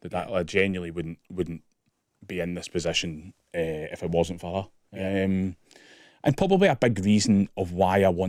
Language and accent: English; Glasgow, Scotland, United Kingdom; I'm Glaswegian, I'm stingy.